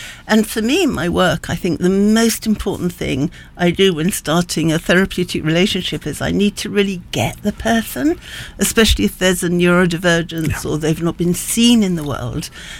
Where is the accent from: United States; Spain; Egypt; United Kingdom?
United Kingdom; Dover, South East England; I was brought up in Dover, Kent